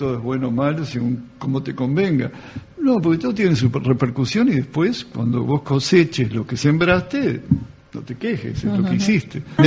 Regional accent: Uruguay; todo uruguayo.

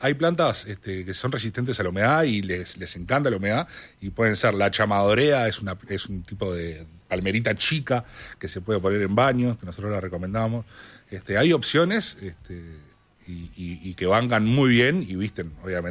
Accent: Uruguay

